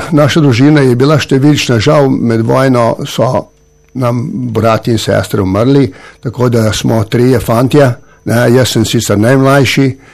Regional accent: Šentjernej, Southeast Slovenia, Slovenia; also born or lived in Novo Mesto; Ne, Šentjernej je še vedno malo večja vas, ne. Ampak rojen sem sicer bil v Novem mestu že, ampak sem pa pravi Šentjernejčan, skozi živim v Šentjerneju. Edini prvojak, kak sem bil nekje drugje dolgo, drugače pa skozi v Šentjerneju.

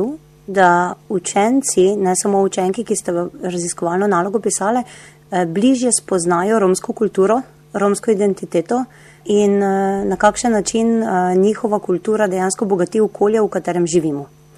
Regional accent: Dokležovje, Pomurska, Slovenia; Rojena sem v Dokležuju, kjer je tudi živi manjša romska skupnost.

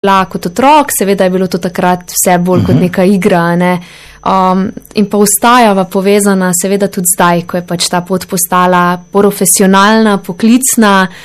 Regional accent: Prevalje, Carinthia, Slovenia; je moj domači kraj, ja, tako da iz Mežiške doline

